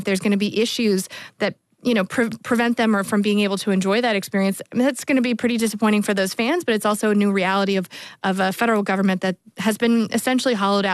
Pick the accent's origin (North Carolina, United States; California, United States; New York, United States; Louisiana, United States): North Carolina, United States; I'm from North Carolina. We are deeply familiar with the intensity and ferocity in which these storms can roll in.